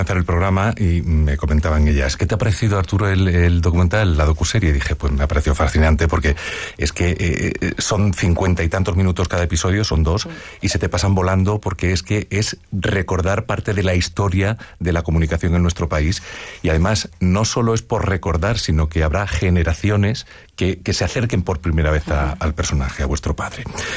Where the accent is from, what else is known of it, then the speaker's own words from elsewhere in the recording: Andalusia, Spain; como periodista que soy, como trabajador de esta casa de Radio Televisión Española y como andaluz.